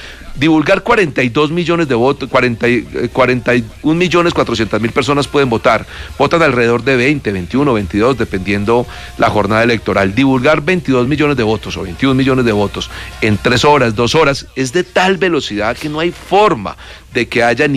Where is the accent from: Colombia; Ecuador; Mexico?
Colombia; ustedes y yo somos colombianos